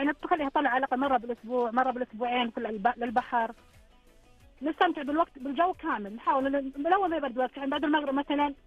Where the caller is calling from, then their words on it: Al-Ahsa, Eastern Province, Saudi Arabia; أنا من الشرقية من الأحساء